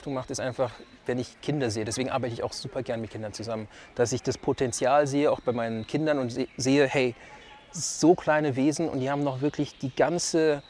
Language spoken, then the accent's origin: German; Germany; born there; ich bin Deutscher, ich bin hier geboren